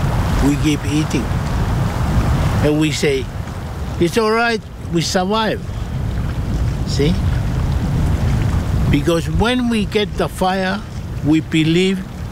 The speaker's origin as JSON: {"language": "English", "country": "Tonga", "tie": "born or raised there", "second_language": "English"}